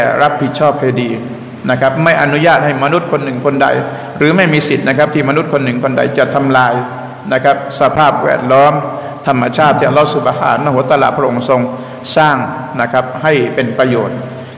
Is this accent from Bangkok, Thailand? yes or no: yes; Bangkok, Thailand; ผมพูดถึงคนกรุงเทพเราเนี่ยพวกเราเนี่ยคนคลองชีวิตของเราตั้งแต่สมัยปู่ย่าตายายของเรามานะครับผูกพันกับน้ำผูกพันกับลำคลองมาโดยตลอด